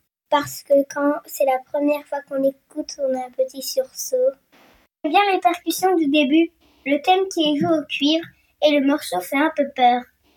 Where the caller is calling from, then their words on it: Rivière, Hauts-de-France, France; j'ai 9 ans, je suis à Rivière et je suis en classe de CE2.